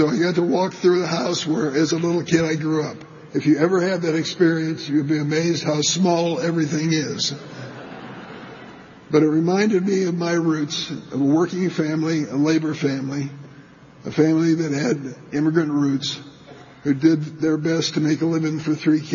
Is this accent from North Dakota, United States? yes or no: no; East St. Louis, Illinois, United States; Yesterday, I went down to the house I grew up in East St. Louis, 484 North 29th Street.